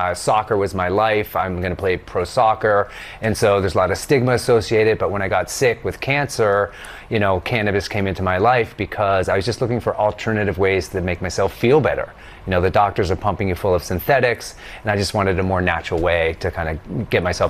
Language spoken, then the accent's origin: English; Boston, Massachusetts, United States; moved away; I mean, I grew up in Boston